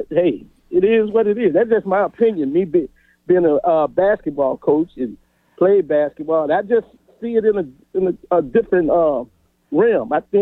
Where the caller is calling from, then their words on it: Chicago, Illinois, United States; What you mean? Well, I'm in Chicago.